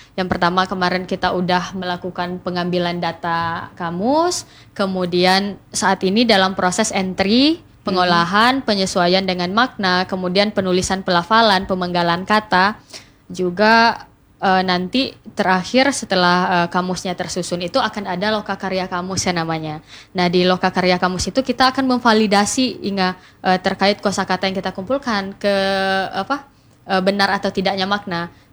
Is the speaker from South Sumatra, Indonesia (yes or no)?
no; Kerinci, Jambi, Indonesia; first language Kerinci; Indonesian is a second language; moved away as an adult; now in Bengkulu, Indonesia; kebetulan saya orang Kerinci, penutur asli bahasa Kerinci, Jambi.